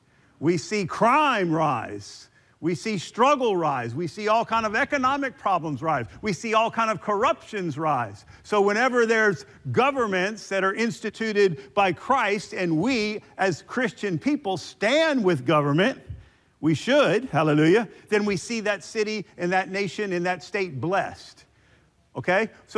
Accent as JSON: {"language": "English", "country": "United States"}